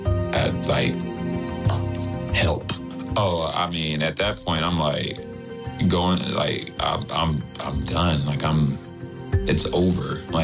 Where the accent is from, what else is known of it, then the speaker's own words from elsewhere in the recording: Houston, Texas, United States; So born and raised Houston, Texas